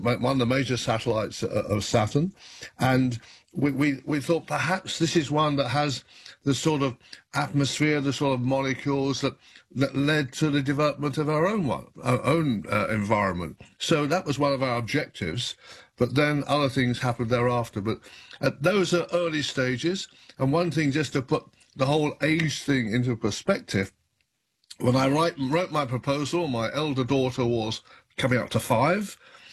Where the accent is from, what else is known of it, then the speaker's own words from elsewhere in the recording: United Kingdom; moved away as an adult; now in United States; 70 when I came to America from Oxford, started working at JPL, then submitted a proposal, and somehow, out of the thousands that wanted to be involved, I was chosen the only British person at that stage ever to be selected.